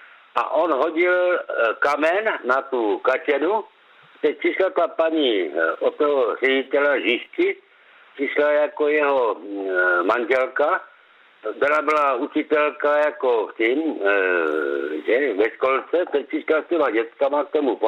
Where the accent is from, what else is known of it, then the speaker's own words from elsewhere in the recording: Krnov, Moravian-Silesian Region, Czechia; Já jsem rodák z Krnova